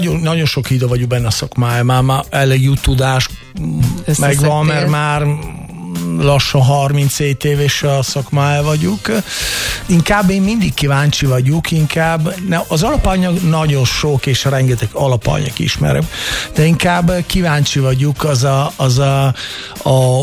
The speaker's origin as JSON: {"language": "Hungarian", "country": "Italy", "second_language": "Hungarian", "moved": "as an adult", "lives_now": "Hungary", "said": "Több időt tettem ide, de mondjuk én nekem az érzés mindig olasz vagyok."}